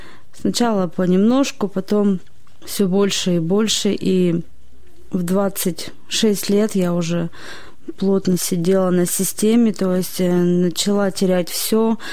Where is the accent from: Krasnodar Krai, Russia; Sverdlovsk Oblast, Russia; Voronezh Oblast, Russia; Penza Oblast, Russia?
Sverdlovsk Oblast, Russia; Nizhny Tagil; мне 30 лет. Родилась и выросла в Нижнем Тагиле.